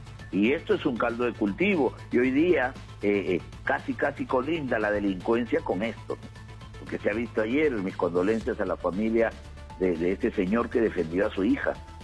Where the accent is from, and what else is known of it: Peru